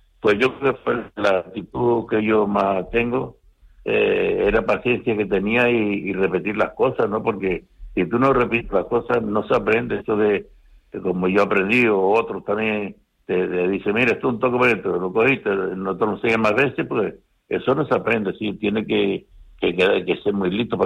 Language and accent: Spanish; Tazacorte, Canary Islands, Spain; moved away as an adult; now in Tenerife, Spain; Yo estuve allí en Tazacorte luchando en el equipo de mi pueblo. Tazacorte desde muy pequeño